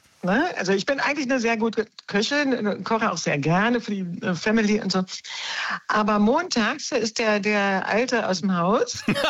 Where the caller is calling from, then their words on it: Potsdam, Brandenburg, Germany; Aus Potsdam.